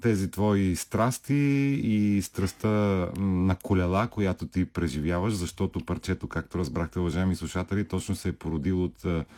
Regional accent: Zhitnitsa, Plovdiv Province, Bulgaria; в близост до моето родно село Житница.

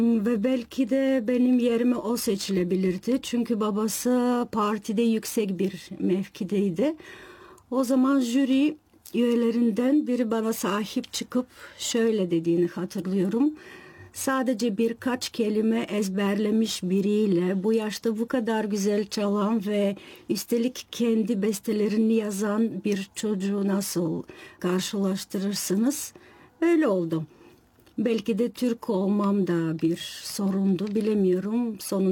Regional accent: Omurtak, Targovishte Province, Bulgaria; born or raised there; moved away

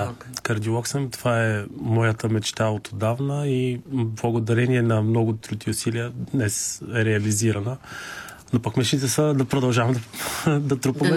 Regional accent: Sofia, Sofia City, Bulgaria; От София съм, да. Израснал съм в квартал Христо Ботев и съм живял и учил до 8-ми клас в местното училище

